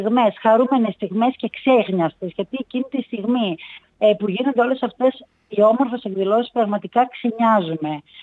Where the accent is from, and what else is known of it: Zagliveri, Central Macedonia, Greece